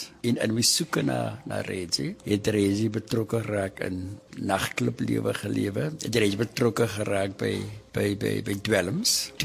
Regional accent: Worcester, Western Cape, South Africa; moved away as an adult; Gebore en getoe in Woester. Ek is 'n woewoe kind, soos ons sê, Woester.

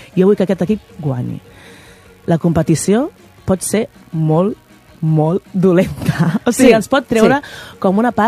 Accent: Hostalets de Balenyà, Catalonia, Spain; El meu poble, Hostalets de Balenyà, va participar-hi. Va participar-hi l'any 2001, jo tenia 10 anys.

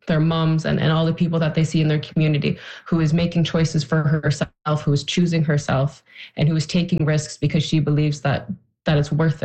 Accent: Newfoundland and Labrador, Canada; born there; I mean, I was born in Newfoundland.

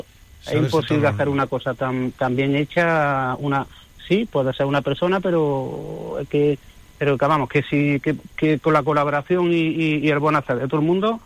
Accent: Villanueva de Córdoba, Andalusia, Spain; yo tiro para mi pueblo. El ciclismo Jarote

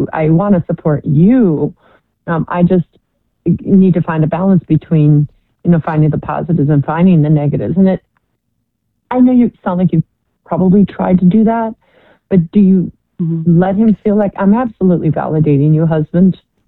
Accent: Milwaukee, Wisconsin, United States; because I'm from Milwaukee, and we always thought that you guys were the enemy.

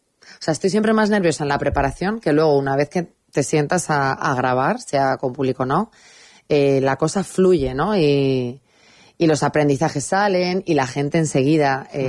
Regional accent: Castilla-La Mancha, Spain; Yo siempre digo que soy manchega y a mucha honra.

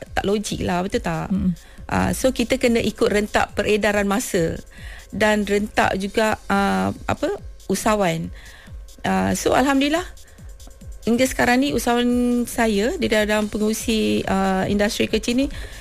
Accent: Lunas, Kedah, Malaysia; now in Kuala Lumpur, Malaysia; Saya berasal daripada Kedah.

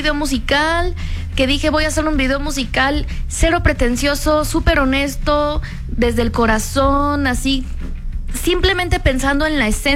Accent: Mexico; moved away; also born or lived in United States / Brazil; soy mexicana, amo mi país

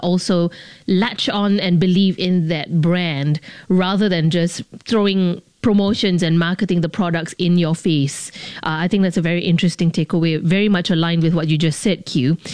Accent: Singapore; Sounds like all my exes will totally agree that I am very Singaporean in that respect.

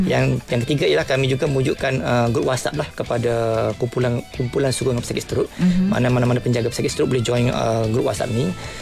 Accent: Kota Bharu, Kelantan, Malaysia; Saya daripada Kota Baru, asal Kota Baru. So sekarang ni saya bertugas di Kelantan Pasir Mas.

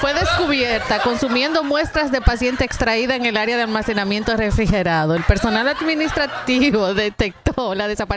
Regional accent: Salcedo, Hermanas Mirabal, Dominican Republic; born there; moved away; Se parece al pueblo que nací en Salcedo.

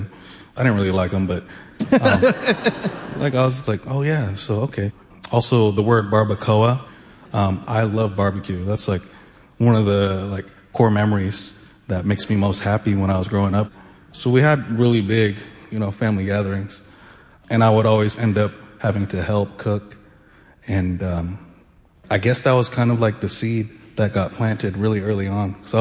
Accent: Renton, Washington, United States; I grew up in Renton and high school over there, Renton Indians.

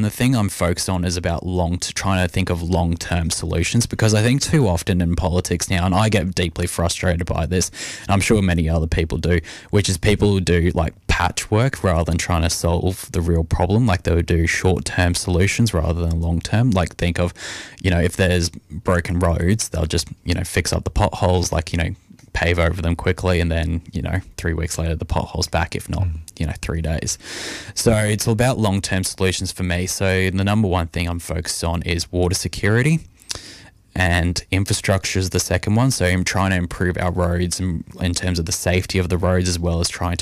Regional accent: Murrumbateman, New South Wales, Australia; I grew up in Murrumbateman Bateman here, and I've lived on a horse farm in Murrumbateman, Bateman, so on a 40-acre block, and now I live on a 5-acre block with still horses, but not quite as many as before.

